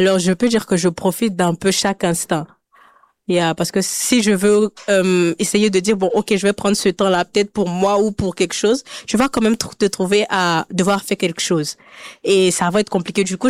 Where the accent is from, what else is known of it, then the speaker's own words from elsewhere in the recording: Côte d’Ivoire; moved away as an adult; now in Winnipeg, Canada; Je suis originaire de la Côte d'Ivoire. Je suis ici à Winnipeg depuis maintenant 3 ans.